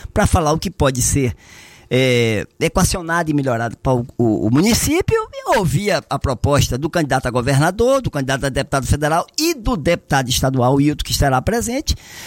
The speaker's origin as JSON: {"language": "Portuguese", "country": "Brazil"}